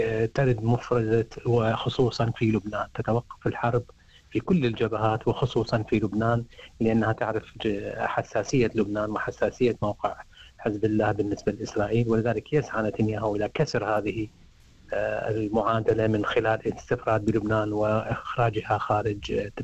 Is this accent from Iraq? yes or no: yes; Iraq; now in Australia; أنا مثلا كشخص عراقي يريد أن نزور العراق